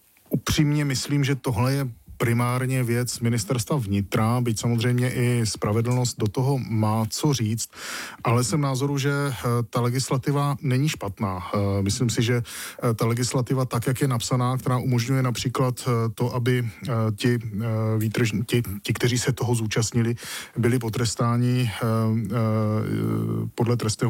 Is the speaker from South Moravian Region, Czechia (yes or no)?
yes; Brno, South Moravian Region, Czechia; now in Prague, Czech Republic